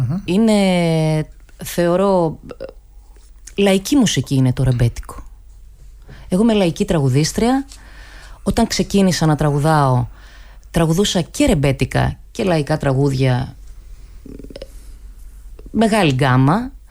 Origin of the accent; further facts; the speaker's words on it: Naousa, Central Macedonia, Greece; moved away as an adult; now in Patras, Greece; Είμαι από Μακεδονία, είμαι από την Άουσα.